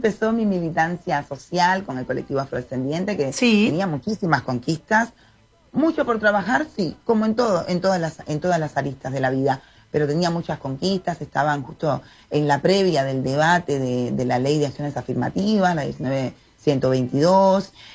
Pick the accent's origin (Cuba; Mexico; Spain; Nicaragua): Cuba; moved away as an adult; now in Uruguay; la política de donde yo vengo, Nela, es una mala palabra. La política en Cuba